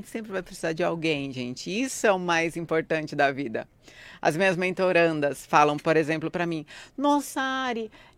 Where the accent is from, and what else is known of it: Guaratinguetá, São Paulo, Brazil; born there